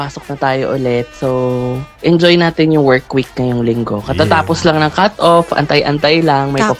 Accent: Calabarzon, Philippines; also born or lived in Mindanao; dito na ako lumaki sa Laguna eh.

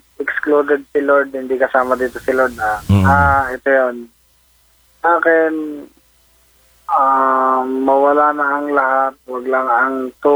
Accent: Batangas, Calabarzon, Philippines; Dito sa amin sa Batangas, bulyo yan.

